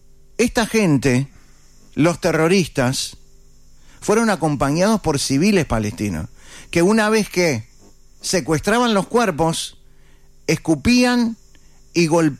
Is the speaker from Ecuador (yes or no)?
no; Uruguay; Somos uruguayos.